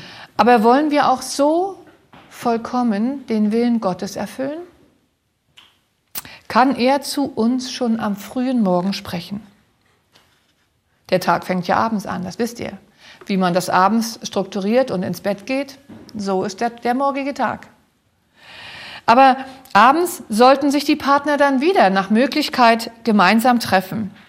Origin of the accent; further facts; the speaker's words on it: East Germany, Germany; Und von dort, wo ich herkomme, haben wir keine Ellen White Bücher groß gehabt in der ehemaligen DDR.